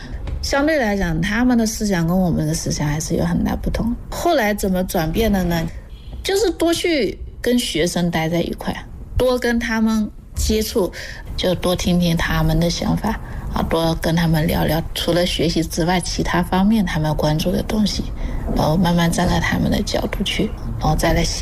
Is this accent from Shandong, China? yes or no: no; Guangdong, China; born there